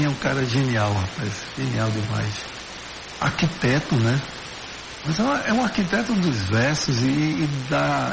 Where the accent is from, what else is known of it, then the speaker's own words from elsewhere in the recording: Northeast Region, Brazil; accent: nordestino; E você vê a fala nordestina, né? Nosso sotaque é muito musical.